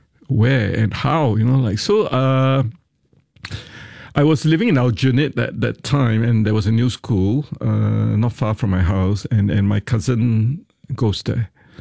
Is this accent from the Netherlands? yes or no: no; Singapore; born there; people of my vintage appreciate growing up in Singapore.